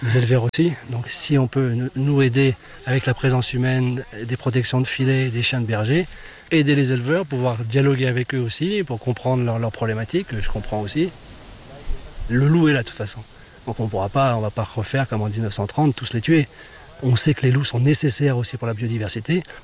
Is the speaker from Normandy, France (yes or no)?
no; Nyons, Auvergne-Rhône-Alpes, France; De Nyons, dans la Drôme.